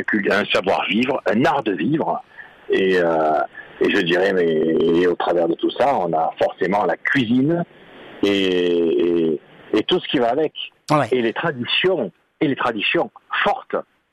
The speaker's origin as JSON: {"language": "French", "town": "Marseille", "region": "Provence-Alpes-Côte d'Azur", "country": "France", "tie": "born there", "lives_now": "Joucas, France", "said": "Moi, je suis né à Marseille."}